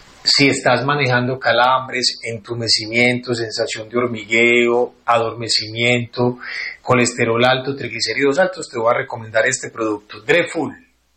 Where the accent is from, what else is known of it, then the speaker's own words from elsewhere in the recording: Colombia; todos somos colombianos